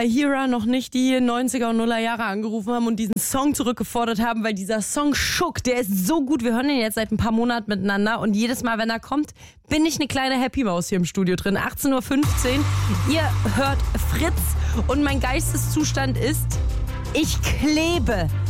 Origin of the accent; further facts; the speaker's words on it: eastern Germany, Germany; ich bin Ossi.